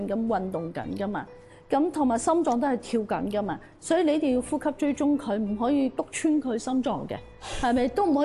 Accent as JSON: {"language": "Cantonese", "country": "Macau", "said": "回归25周年，身为澳门人，四星产业应该是有责任去向前走一步的。"}